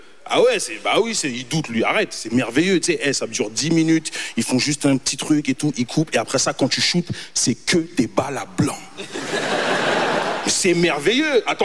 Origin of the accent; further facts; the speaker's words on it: Montreal, Quebec, Canada; Moi, je viens de Montréal.